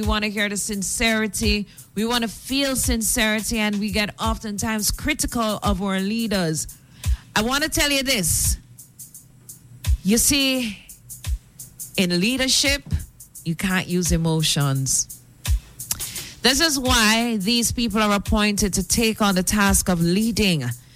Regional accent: Jamaica; leading us as Jamaican people.

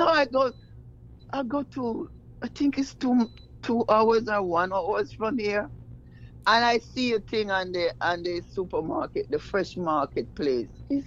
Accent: Italy; I'm from Italy, Brother Gary.

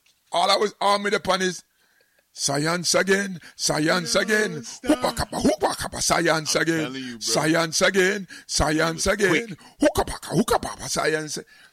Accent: England, United Kingdom; but for us as English people, football gods, rise up.

